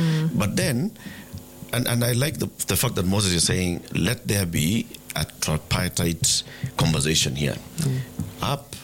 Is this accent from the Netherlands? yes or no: no; Kenya; Because I am Kenyan